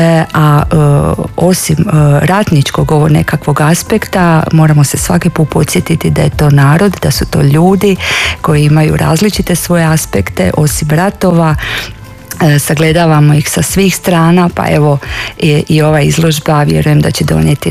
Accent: Dalmatia, Croatia; ja se osjećam kao Dalmatinka, a samo ime potječe od njih, tako da možemo reći da smo i Dalmatice

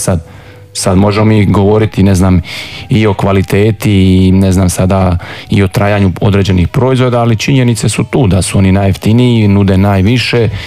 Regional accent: Croatia; kod nas u Europskoj uniji ili pogotovo u Hrvatskoj

